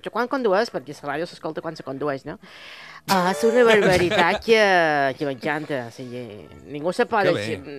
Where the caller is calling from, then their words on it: Balearic Islands, Spain; jo som molt de Balears